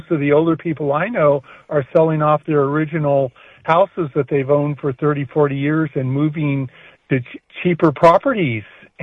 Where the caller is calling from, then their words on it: San Jose, California, United States; I'm a retired teacher in San Jose. I was a special ed educator, and I live in Silicon Valley